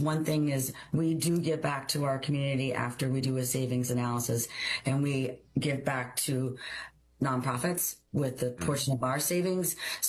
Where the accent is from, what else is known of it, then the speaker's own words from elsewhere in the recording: Wilkes-Barre, Pennsylvania, United States; I'm from Laughlin, Oakwood Park, which is right nestled in Wilkes-Barre, PA, originally